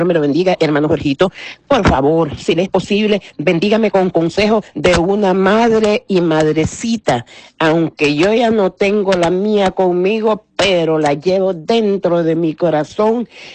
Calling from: Olanchito, Yoro, Honduras; de Olanchito.

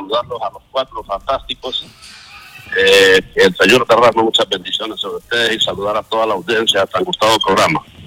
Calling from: Olanchito, Yoro, Honduras

